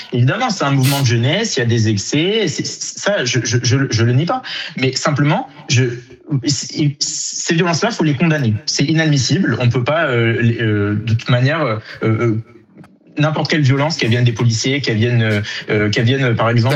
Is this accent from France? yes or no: yes; Toulouse, Occitanie, France; je suis de Toulouse